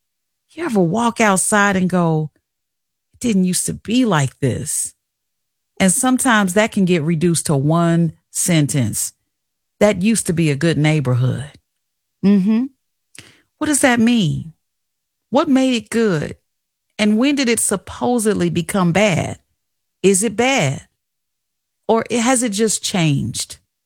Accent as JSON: {"language": "English", "town": "Chicago", "region": "Illinois", "country": "United States", "tie": "born or raised there", "said": "I was born right at Jackson Park Hospital and I've been here ever since."}